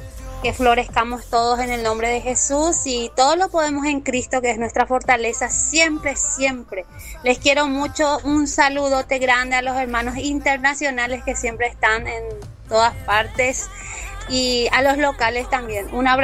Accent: Capiatá, Central, Paraguay; de Capiatá, cualquier tema movidito

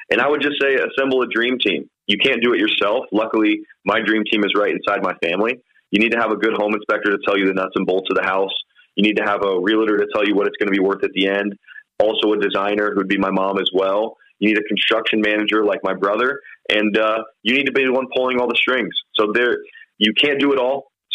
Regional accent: Columbus, Ohio, United States; Every house, and I'm born and raised in Columbus. Everything is done in Central Ohio.

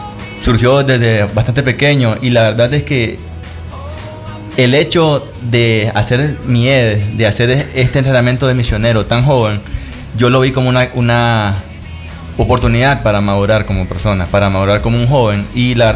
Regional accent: Matagalpa, Nicaragua; yo también soy de Matagalpa, yo pertenezco a la Iglesia de la Fuente

